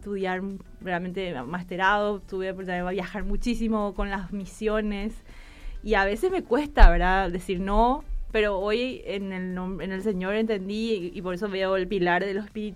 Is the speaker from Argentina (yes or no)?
yes; Argentina; born there; also born or lived in Brazil; mi mamá creció en Argentina, yo nací en Argentina